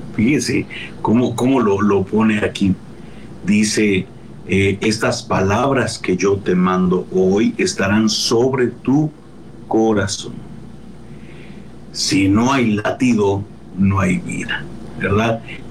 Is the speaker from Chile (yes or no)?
no; Mexico; Nosotros acá en México nos amarramos un hilito en el dedo, ¿verdad?